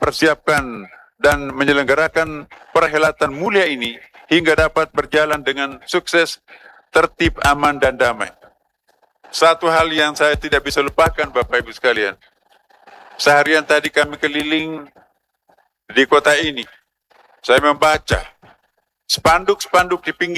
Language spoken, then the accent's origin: Indonesian; Eastern Indonesia, Indonesia; Ya bukan karena saya berasal dari Indonesia Timur